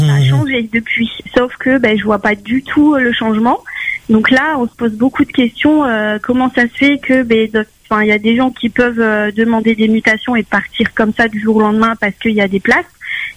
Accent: Réunion; moved away as an adult; nous, en tant que Réunionnais, à un moment donné, on a besoin de rentrer chez nous

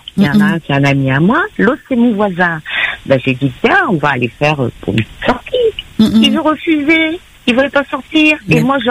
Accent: Réunion; Je suis de l'Est. … Je suis bien une créole. Je suis née à La Réunion

